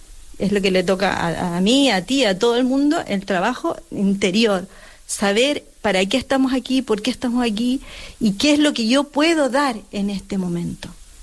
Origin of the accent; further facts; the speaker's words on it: Chile; soy chilena.